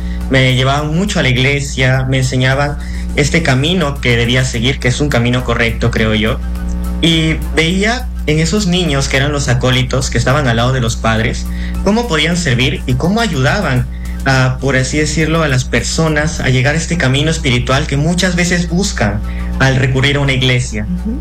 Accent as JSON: {"language": "Spanish", "town": "Chiclayo", "region": "Lambayeque", "country": "Peru", "said": "los chiclayanos estamos muy felices de saber que el Papa León 14 va a regresar aquí a Chiclayo"}